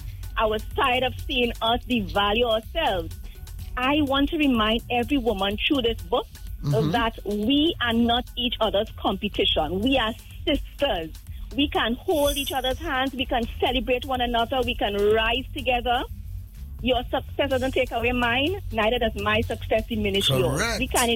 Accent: Mayaro, Mayaro–Rio Claro, Trinidad & Tobago; I grew up in Mayaro.

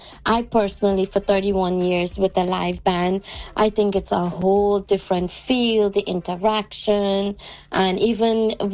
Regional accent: Guyana; Even Guyana, boy, I don't think they think I'm from Guyana, too. I don't think they think I'm Guyanese enough.

